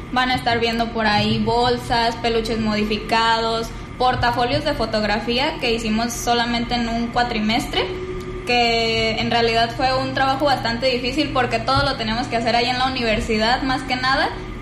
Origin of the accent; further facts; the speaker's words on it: Pinzándaro, Michoacán, Mexico; Yo soy de Pinzándaro.